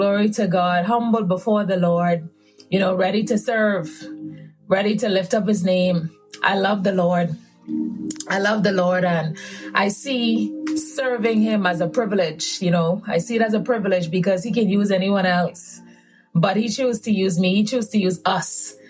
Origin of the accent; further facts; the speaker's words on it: Bahamas; now in United States; I am from the Bahamas. I was born and raised in the Bahamas, but I reside in America.